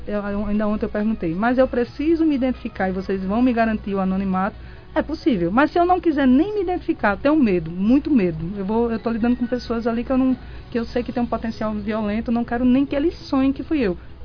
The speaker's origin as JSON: {"language": "Portuguese", "region": "Paraíba", "country": "Brazil", "moved": "as an adult", "lives_now": "Caruaru, Brazil", "said": "eu não sou caruaruense, eu sou paraibana, vivendo em terras caruaruenses há 2 anos"}